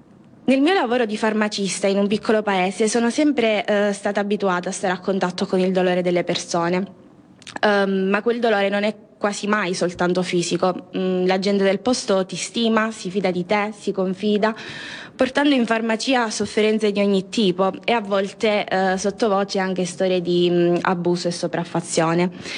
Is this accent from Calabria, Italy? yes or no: yes; Calabria, Italy; sono donna, perché sono calabrese e perché vengo da un piccolo paesino